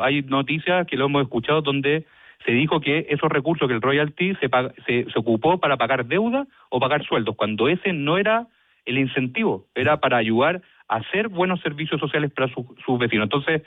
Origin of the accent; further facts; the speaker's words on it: Chile; yo también como ciudadano chileno, yo esperaría que los recursos públicos realmente se gasten con eficiencia